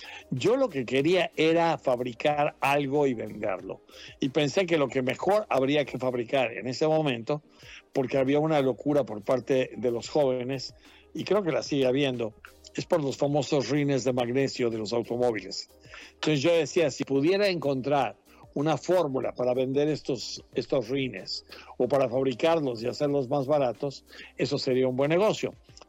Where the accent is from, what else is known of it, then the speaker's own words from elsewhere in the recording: Quebec, Canada; also born or lived in Mexico; Yo nací en México, pero crecí en Quebec, en Canadá.